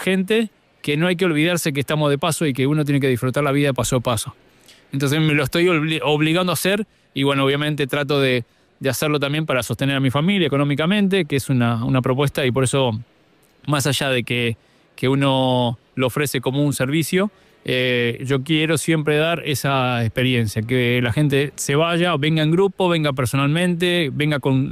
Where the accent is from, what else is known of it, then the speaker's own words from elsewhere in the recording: Mar del Plata, Buenos Aires Province, Argentina; born there; Soy nacido en Argentina, en Mar del Plata, una ciudad balnearia de costa, y soy nieto de gallegos.